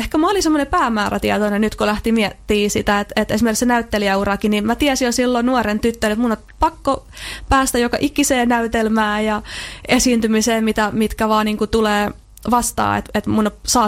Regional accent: Pori, Satakunta, Finland; Suurimman osa mun lapsuudesta mä oon viettänyt Meriporissa. Mä oon kasvanut käytännössä Uudessa Niityssä

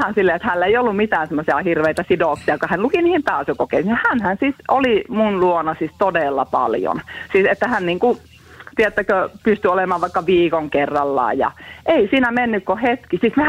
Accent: Kemi, Lapland, Finland; Mä oon Kemistä.

